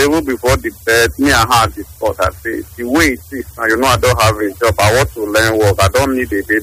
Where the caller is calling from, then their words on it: Nigeria; I'm calling from Pipeline.